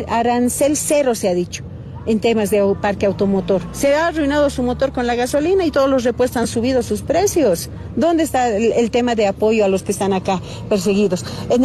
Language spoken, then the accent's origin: Spanish; Bolivia; como bolivianos, porque bolivianos somos uno solo